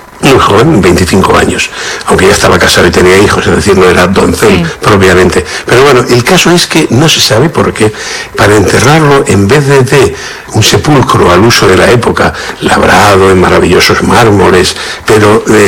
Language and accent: Spanish; Spain; en España tenemos catedrales maravillosas